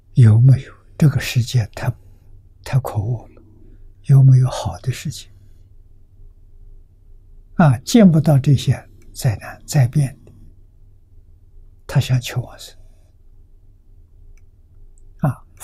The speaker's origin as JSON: {"language": "Chinese", "country": "China"}